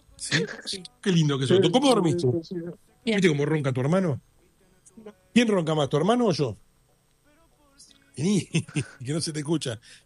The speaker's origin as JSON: {"language": "Spanish", "region": "Buenos Aires", "country": "Argentina", "said": "Y yo, como buen porteño"}